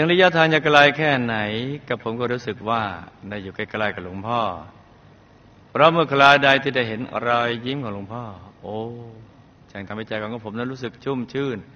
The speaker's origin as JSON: {"language": "Thai", "region": "Phetchabun", "country": "Thailand", "tie": "born there", "said": "ผมเกิดในครอบครัวเกษตรกรรมที่ค่อนข้างยากจนในจังหวัดเพชรบูรณ์มีพี่น้อง3คน"}